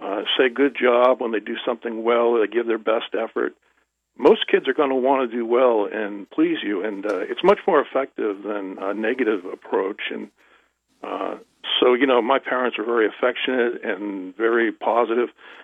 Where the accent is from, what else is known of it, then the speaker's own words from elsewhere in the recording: Duxbury, Massachusetts, United States; I grew up in a little town called Duxbury, Massachusetts, which is right across the bay from Plymouth Rock, where the Pilgrims first settled.